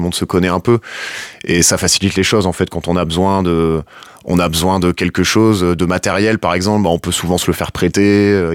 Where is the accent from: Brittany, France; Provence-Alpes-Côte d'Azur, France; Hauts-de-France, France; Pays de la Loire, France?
Hauts-de-France, France; Bourlon; puisque je suis originaire de Bourlon. J'ai grandi à Bourlon et j'y ai vécu pendant longtemps.